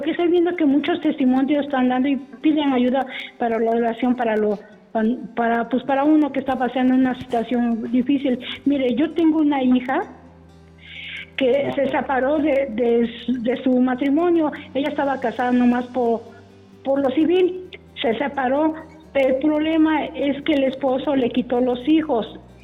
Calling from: Puebla, Mexico; soy aquí de Puebla.

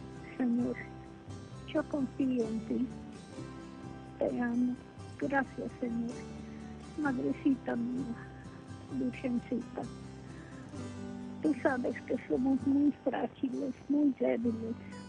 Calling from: Guadalajara, Jalisco, Mexico; De aquí, de Guadalajara.

